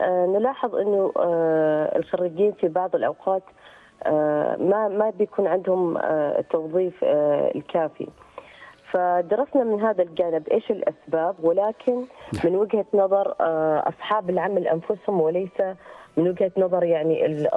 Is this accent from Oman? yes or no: yes; Oman; عندنا في سلطنة عمان